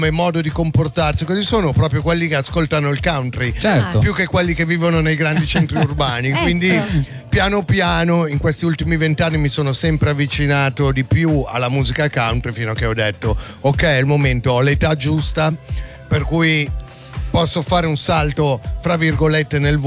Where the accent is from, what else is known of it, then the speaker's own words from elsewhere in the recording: Milan, Lombardy, Italy; io ci sono cresciuto a Milano, no? In Piazza del Duomo ci venivo a dar da mangiare i piccioni